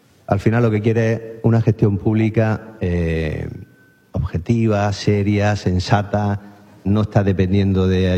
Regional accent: El Ejido, Andalusia, Spain; Yo vengo del Ejido y ha crecido, el Ejido ha crecido, pues imagínate, en menos de medio siglo ha podido crecer en 80.000 habitantes, ¿no?

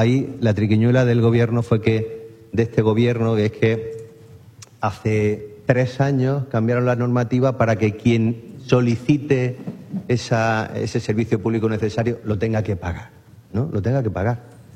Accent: El Ejido, Andalusia, Spain; Yo vengo del Ejido y ha crecido, el Ejido ha crecido, pues imagínate, en menos de medio siglo ha podido crecer en 80.000 habitantes, ¿no?

